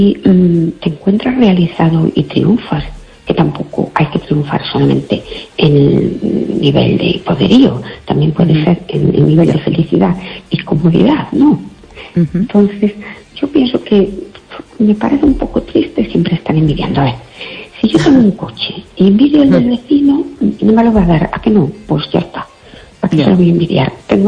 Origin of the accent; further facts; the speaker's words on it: Fene, Galicia, Spain; Buenas noches … de Fene. ¿Qué tal?